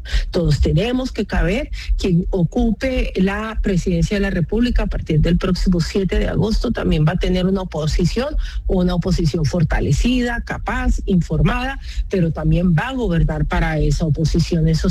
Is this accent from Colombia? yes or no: yes; Colombia